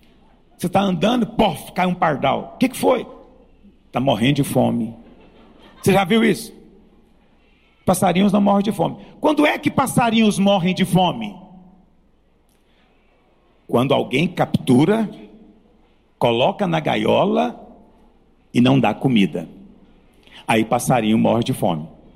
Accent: Goiás, Brazil; moved away; Lá em Goiás a gente passa pedra para arear a panela.

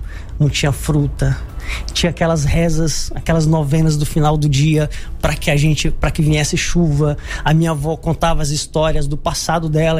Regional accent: Piauí, Brazil; also born or lived in Brasília; Então minha vida começou na roça, no interior do Piauí, uma terra onde, na verdade eu nasci em Brasília, minha mãe era doméstica, com um ano ela entendeu que não tinha como cuidar de uma criança e trabalhar

